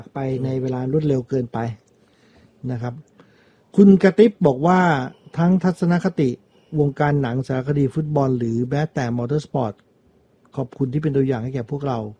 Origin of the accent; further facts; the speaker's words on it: Bangkok, Thailand; เอาตรงๆผมไม่รู้จริงผมเด็กกรุงเทพนะ